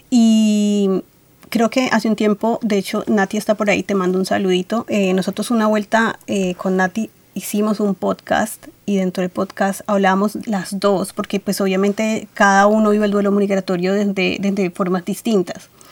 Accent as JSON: {"language": "Spanish", "town": "Cali", "region": "Valle del Cauca", "country": "Colombia", "moved": "yes", "lives_now": "Australia", "said": "Entonces, yo vengo de Cali, que es 35 grados centígrados todo el año."}